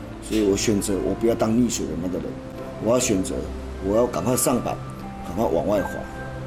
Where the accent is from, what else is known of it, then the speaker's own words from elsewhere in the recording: Kaohsiung, Taiwan; moved away as an adult; also born or lived in Neipu, Pingtung; 我是屏东孩子，我在内埔出生，高雄长大，然后来这边工作是从86年左右下来。